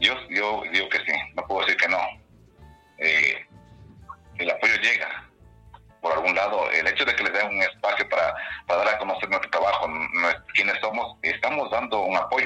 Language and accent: Spanish; Pacto, Pichincha, Ecuador; soy de Chocó, soy de Pacto